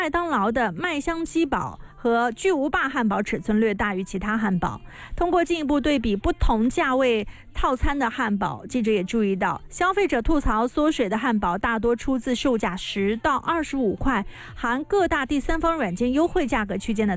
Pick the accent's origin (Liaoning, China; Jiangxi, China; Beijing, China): Jiangxi, China; 你哪里人？我说我是江西人。